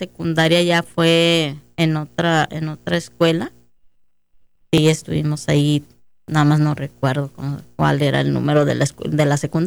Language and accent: Spanish; Guadalajara, Jalisco, Mexico; also born or lived in Inglewood, California; de padres emigrantes. Y pues realmente nací ahí, pero me crié en Guadalajara, Jalisco.